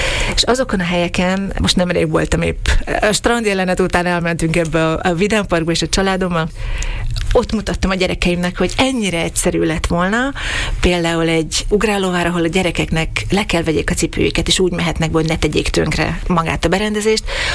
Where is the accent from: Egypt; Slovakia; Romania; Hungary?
Slovakia; Southern Slovakia; now in Austria